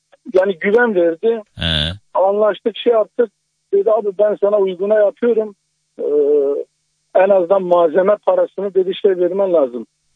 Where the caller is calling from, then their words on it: Bursa, Turkey; Bursa'dan arıyorum.